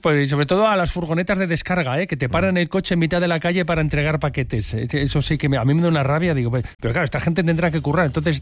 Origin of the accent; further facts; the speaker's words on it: Santander, Cantabria, Spain; now in Madrid, Spain; los papardos, eso nos llaman en Santander, ¿eh? Y yo, como soy de allí, me lo autollamo cada vez que voy, ¿eh? Porque pero los madrileños y madrileñas, que después de 30 años, algo madrileño que sí que debo ser